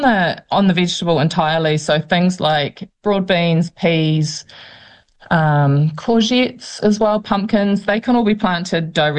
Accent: Raglan, Waikato, New Zealand; moved away as an adult; also born or lived in Sydney, Australia / Byron Bay, Australia / Perth, Australia; And we moved back to my little hometown Raglan

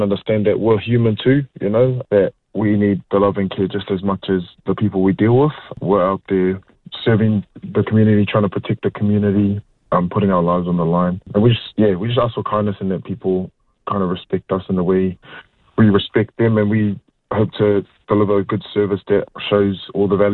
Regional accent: Wellington, New Zealand; I'm from Wellington

